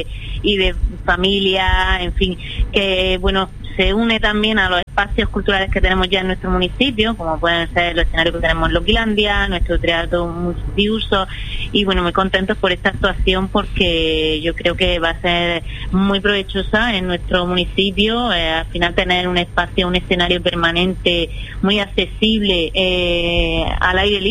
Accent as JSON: {"language": "Spanish", "town": "Huércal de Almería", "region": "Andalusia", "country": "Spain", "said": "Que somos Huércal de Almería."}